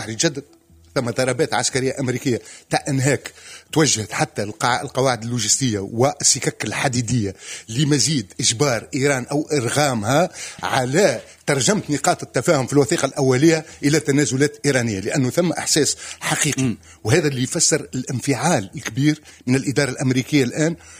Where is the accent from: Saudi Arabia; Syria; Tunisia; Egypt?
Tunisia; باش يولي عندنا في تونس التطبيقه هي نشاط قانوني